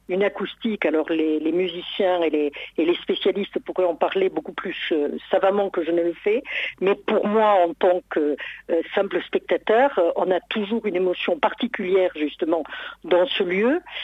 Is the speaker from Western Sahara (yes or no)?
no; Toulouse, Occitanie, France; moved away as an adult; also born or lived in Pyrenees; now in Auvergne, France; je n'étais pas auvergnate, puisque je suis née dans les Pyrénées, et j'avais fait ma scolarité à Toulouse.